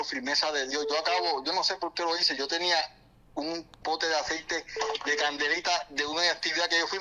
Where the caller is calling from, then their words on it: Vega Baja, Puerto Rico; soy de Vega Baja.